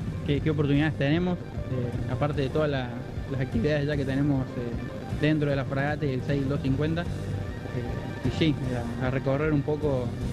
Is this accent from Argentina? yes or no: yes; Córdoba, Argentina; soy de Córdoba, capital, el barrio de Ciudad de Mis Sueños, está cerca de Toledo. Tengo 23 años